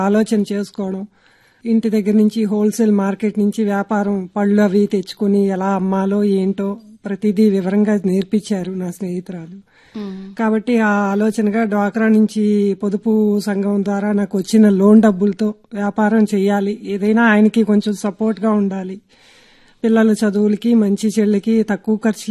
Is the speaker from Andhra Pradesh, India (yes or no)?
yes; Vijayawada, Andhra Pradesh, India; నేను డిగ్రీ వరకు చదువుకున్నానండి, మాది విజయవాడే.